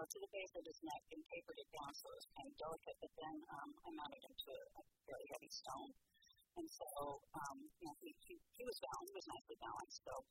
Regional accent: Alamosa, Colorado, United States; now in Hawaii, United States; I was born and raised in Alamosa, Colorado. South Central in the Rocky Mountains. So we always had access to wildlife

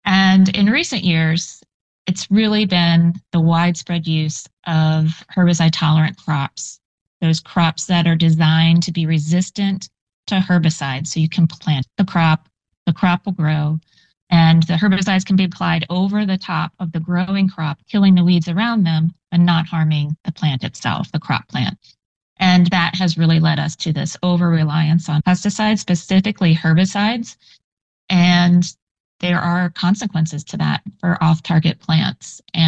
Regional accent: Virginia, United States; I grew up in Virginia, hiking the Appalachian Trail and saw the impacts of hydrologic dams

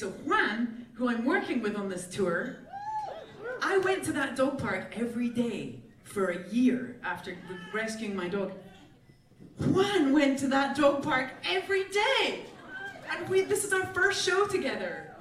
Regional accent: St Andrews, Scotland, United Kingdom; moved away; I grew up in St. Andrews, Scotland, which is like just a bit smaller than this, like it was 11,000 or something growing up.

